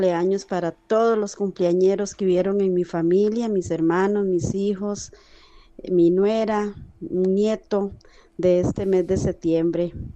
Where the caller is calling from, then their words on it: Pérez Zeledón, San José, Costa Rica; de Pérez Celedón.